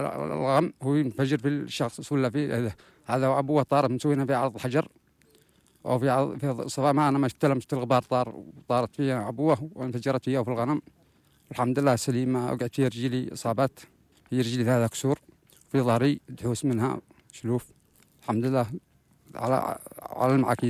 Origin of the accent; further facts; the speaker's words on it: Sirwah District, Marib, Yemen; moved away as an adult; now in displacement camp, Yemen; من أبا محافظة مأرب مديرية صرواح، العمر 32 سنة.